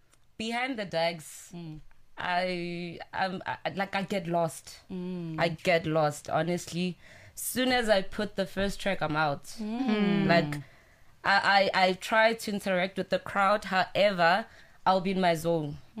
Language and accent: English; Pretoria, Gauteng, South Africa; I grew up in Mums, right? And in Mamelodi